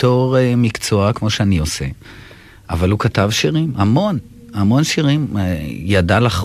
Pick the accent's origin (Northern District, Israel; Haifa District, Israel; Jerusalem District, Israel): Haifa District, Israel; Mishmarot; אני מקיבוץ, את יודעת, קיבוץ משמרות